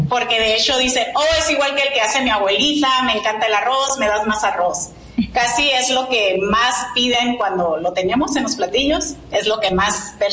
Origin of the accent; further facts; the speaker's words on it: Ciudad Morelos, Baja California, Mexico; now in Yuma, United States; Nací y crecí muy cerca de aquí, en el Valle de Mexicali, en Ciudad Morelos, o Cuervos para mi gente.